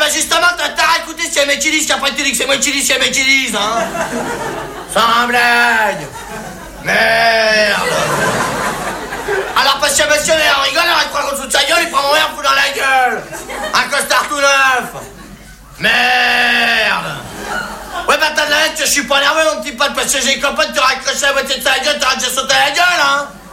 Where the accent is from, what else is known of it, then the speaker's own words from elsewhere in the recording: France; ben, je suis bien blasé, hein, je suis français.